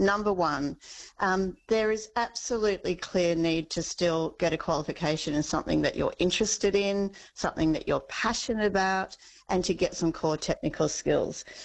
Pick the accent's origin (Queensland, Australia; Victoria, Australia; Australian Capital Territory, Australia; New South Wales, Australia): Queensland, Australia; I'm a Queenslander